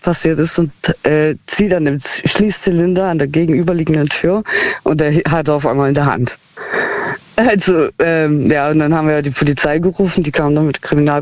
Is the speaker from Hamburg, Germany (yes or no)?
no; Heilbronn, Baden-Württemberg, Germany; Aus Heilbronn.